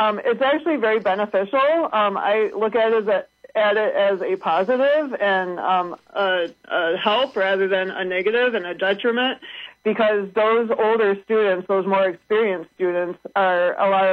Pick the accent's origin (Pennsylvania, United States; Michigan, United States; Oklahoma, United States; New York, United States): Michigan, United States; Port Huron; I grew up in Port Huron, Michigan